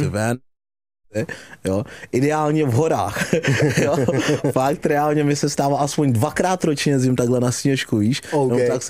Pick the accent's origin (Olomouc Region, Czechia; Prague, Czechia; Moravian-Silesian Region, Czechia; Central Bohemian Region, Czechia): Central Bohemian Region, Czechia; Beroun; also born or lived in Zambia; To už jsem jezdil z Berouna, z Králova dvora, jakoby jde, odkud jsem, nebo kam jsem se přesunul z Afriky, ze Zambie, tak to už jsem tady byl na střední škole.